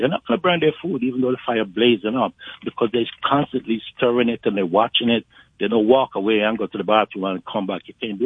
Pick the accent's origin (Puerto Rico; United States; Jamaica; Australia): Jamaica; Kingston; I'm not a countryman. I'm from Kingston. I live in the country at times, you know, with family members, my auntie and grandfather and all that thing there. But I'm not from the country.